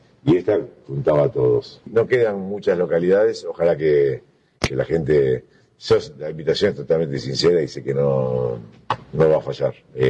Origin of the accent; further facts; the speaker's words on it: Rosario, Santa Fe, Argentina; moved away as an adult; Y es mi ciudad natal, viví mis primeros 17 años de vida, después, bueno, vine con una frecuencia alta, con alta frecuencia vine, pues estaba mi madre y mi padre acá